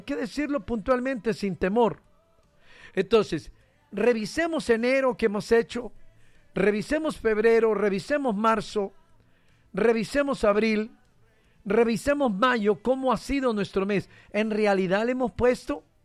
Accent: Honduras

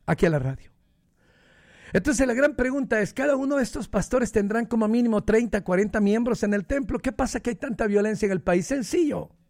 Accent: Honduras; accent: Honduran; Es que yo soy catracho. Y los catrachos tenemos nuestras propias palabras. No te puedo venir a hablar ni como colombiano, ni como ecuatoriano, ni como boricua, porque soy hondureño. Y hablo como hondureño.

